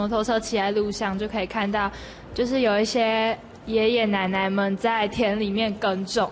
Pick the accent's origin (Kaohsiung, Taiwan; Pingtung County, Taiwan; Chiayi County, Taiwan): Chiayi County, Taiwan; Xingang; 因为我是新港人，从小就住在新港，所以我觉得新港是一个有农业根基的一个土地，然后也充满人情味。